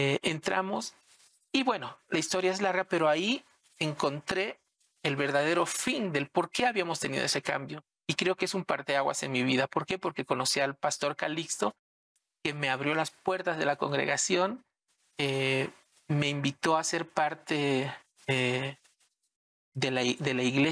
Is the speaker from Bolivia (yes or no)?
yes; Bolivia; moved away as an adult; now in Mexico; vengo de una familia de músicos. Mis papás hacen música folclórica boliviana porque yo soy boliviano.